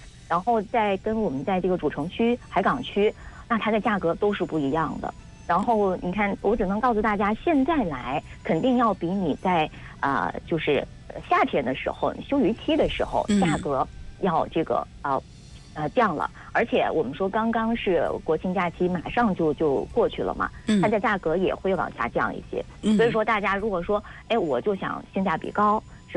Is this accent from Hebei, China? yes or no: yes; Qinhuangdao, Hebei, China; 我们本地的市民